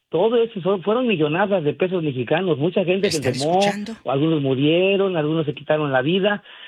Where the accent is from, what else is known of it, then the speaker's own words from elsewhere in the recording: Yautepec, Morelos, Mexico; Y alrededor de ese pueblo de Yautepec, que es de donde yo soy, había